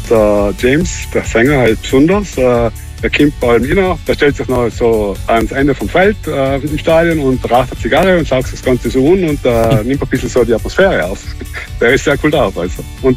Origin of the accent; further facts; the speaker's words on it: South Tyrol, Italy; zum Glück komme ich aus Südtirol, da hat man vielleicht Höhenangst für den Berge.